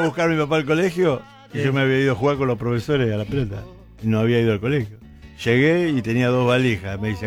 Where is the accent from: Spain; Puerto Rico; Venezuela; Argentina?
Argentina; Buenos Aires